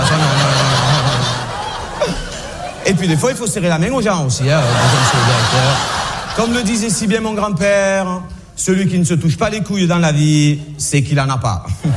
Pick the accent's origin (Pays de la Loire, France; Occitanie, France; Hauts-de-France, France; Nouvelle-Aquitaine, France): Hauts-de-France, France; Hazebrouck; born there; je suis né à Lille. Enfin, un petit patelin juste à côté, quoi. Ça s'appelle Hazebrouck.